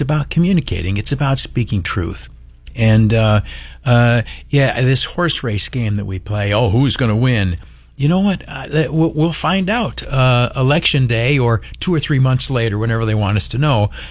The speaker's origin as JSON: {"language": "English", "area": "Canisteo", "region": "New York", "country": "United States", "tie": "born or raised there", "moved": "yes", "said": "I went down to my hometown, Canastillo."}